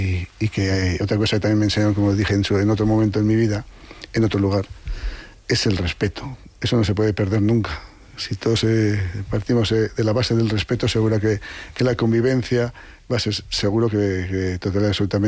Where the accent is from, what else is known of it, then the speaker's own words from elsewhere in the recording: Haro, La Rioja, Spain; soy riojano, de Haro